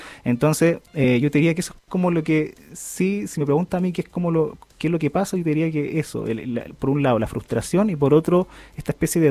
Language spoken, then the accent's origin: Spanish; Puerto Montt, Los Lagos, Chile; born there; also born or lived in Santiago; yo soy puertomontino, nací acá en Puerto Montt el año 93, 25 de noviembre del 93, así que Sagitario ahí.